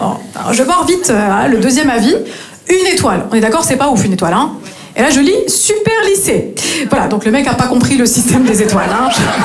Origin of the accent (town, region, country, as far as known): north-east France, France; now in Marseille, France